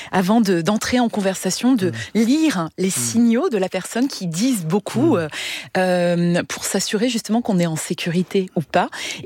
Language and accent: French; Metz, Grand Est, France; moved away; also born or lived in Lebanon / Italy; je suis franco-luxembourgeoise, j'ai grandi en Lorraine, à Metz.